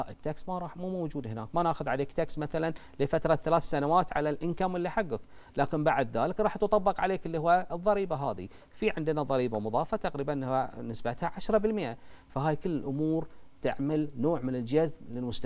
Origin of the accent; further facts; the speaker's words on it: Bahrain; عندنا في البحرين